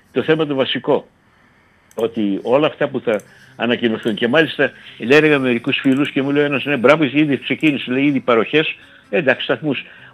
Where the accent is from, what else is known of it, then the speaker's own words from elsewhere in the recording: Katerini, Central Macedonia, Greece; now in Thessaloniki, Greece; και πριν 70 χρόνια είχα έρθει εγώ στη Θεσσαλονίκη και έβλεπα τους μαθητές, πολύ πιο μάγκες, ήταν Θεσσαλονικής. Εγώ ήμουν Κατερινιωτάκη